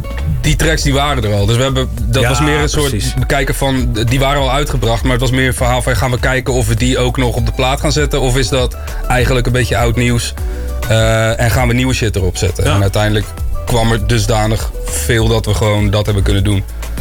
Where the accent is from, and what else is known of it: Zeeland, Netherlands; moved away as an adult; now in Utrecht, Netherlands